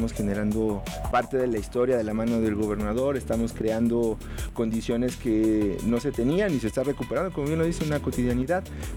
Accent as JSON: {"language": "Spanish", "town": "Atizapán de Zaragoza", "region": "State of Mexico", "country": "Mexico", "tie": "born there", "moved": "yes", "lives_now": "Zacatecas, Mexico", "said": "Nací en el Estado de México, en un municipio de Atizapán de Zaragoza, y que pues hoy también ya puedo decir que soy de Zacatecas."}